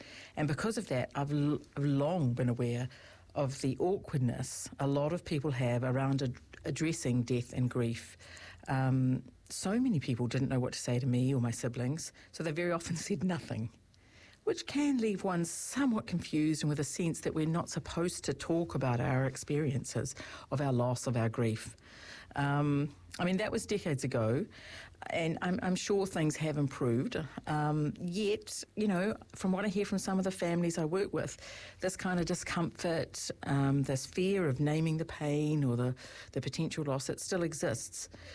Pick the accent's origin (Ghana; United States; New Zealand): New Zealand; Rotorua, Bay of Plenty; also born or lived in Glasgow, Scotland; now in Hawke's Bay, New Zealand; I was born and bred in Aotearoa. I actually grew up in Rotorua, and I've lived all over the country and in lots of different places around the world. But I've only been here in Hawke's Bay just over 3 years.